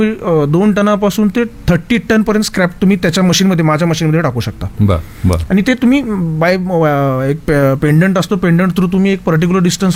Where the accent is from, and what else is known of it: Pune, Maharashtra, India